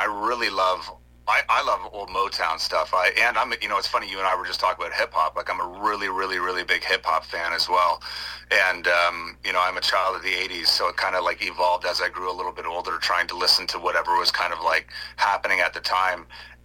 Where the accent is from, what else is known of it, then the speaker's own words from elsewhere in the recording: Oshawa, Ontario, Canada; I'm from Oshawa, Ontario